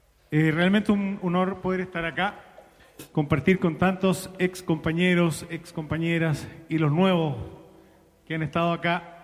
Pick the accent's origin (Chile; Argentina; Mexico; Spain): Chile; Santiago, Santiago Metropolitan Region; Todos somos los santiaguinos.